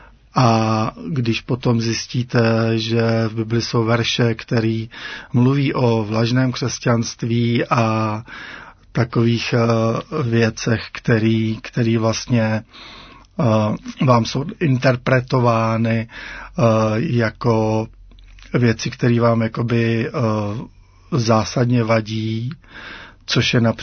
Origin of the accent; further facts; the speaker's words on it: Chrast, Pardubice Region, Czechia; Jsem z Chrasti u Chrudimi.